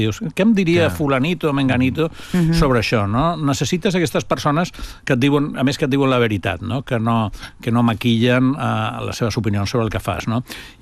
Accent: Barcelona, Catalonia, Spain; com a barceloní penso per a Barcelona és bo que sigui una capital turística

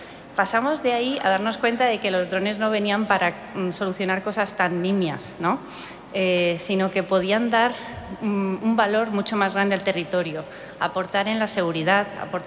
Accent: Catalonia, Spain; somos de la Valdarán, somos de un pueblecito de 20 habitantes

